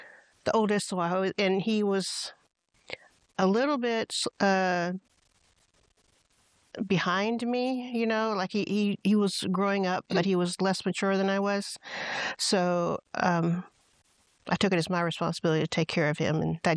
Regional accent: Georgia, United States; born there; also born or lived in Wildwood, Georgia / Trenton, Georgia / Waco, Georgia; And we moved from Wildwood to Trenton, Georgia, and we lived there for a couple of years.

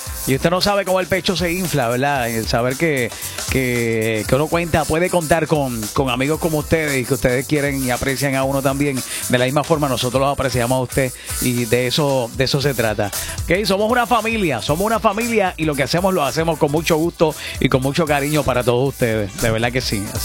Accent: Moca, Puerto Rico; mi pueblo, Moca

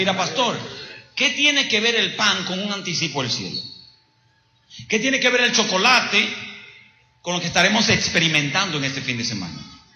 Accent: Dominican Republic; Yo soy dominicano.

